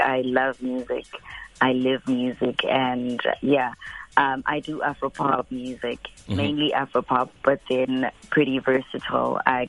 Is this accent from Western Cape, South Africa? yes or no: no; Umlazi, KwaZulu-Natal, South Africa; is a girl from KZN, Nkulele Imlazi. I grew up in Imlazi.